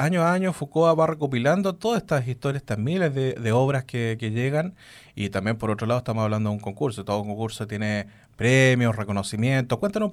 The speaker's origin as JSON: {"language": "Spanish", "country": "Chile", "said": "Pues eso creo que es uno de los que nos caracteriza como chilenos, ¿no? Y chilenas."}